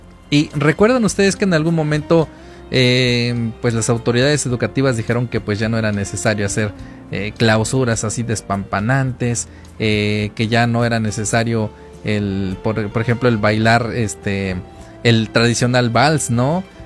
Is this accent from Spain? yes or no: no; Mexico